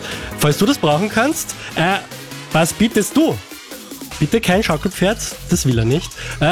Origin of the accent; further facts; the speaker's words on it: Lower Austria, Austria; ich meine aus meiner Heimat, aus dem Waldviertel, kommt da von Markus.